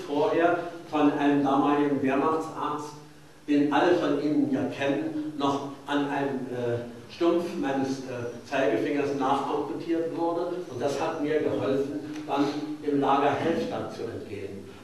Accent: Königsberg, Kaliningrad Oblast, Russia; Ich hatte 1943 in Königsberg, meiner Heimatstadt, das Abitur gemacht, war auch noch an der Albertina-Universität meiner Stadt eingeschrieben

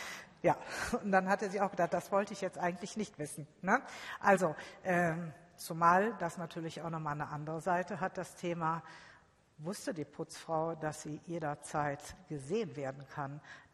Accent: Düsseldorf, North Rhine-Westphalia, Germany; Also ich komme ja aus Düsseldorf und da kann ich Ihnen sagen

